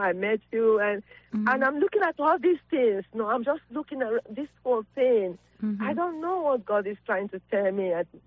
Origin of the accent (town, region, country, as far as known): Nigeria